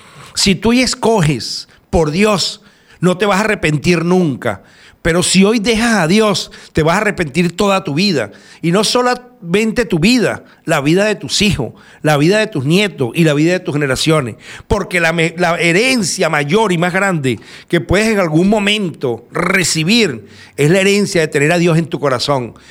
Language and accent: Spanish; Venezuela; moved away as an adult; Yo me voy en este momento de aquí de Venezuela, del barrio donde me crié, donde estuve toda mi vida